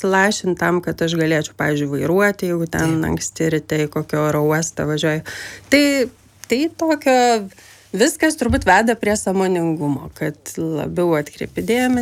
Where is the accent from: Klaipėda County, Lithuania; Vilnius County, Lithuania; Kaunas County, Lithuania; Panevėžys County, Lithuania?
Vilnius County, Lithuania; Vilnius; Tikrai aš užaugau Aklųjų rajone Vilniuje, aš labai myliu žmonės